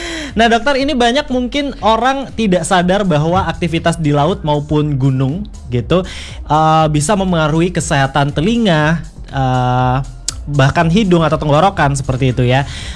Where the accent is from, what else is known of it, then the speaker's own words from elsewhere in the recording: Buleleng, Bali, Indonesia; saya aslinya dari Buleleng juga, di mana Buleleng ini dengan lekat sekali yang namanya nyegar gunung.